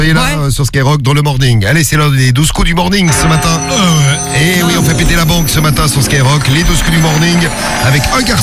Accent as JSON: {"language": "French", "town": "Saint-Étienne", "region": "Auvergne-Rhône-Alpes", "country": "France", "said": "Ouais, je suis stéphanois, je dis rien, tu vois."}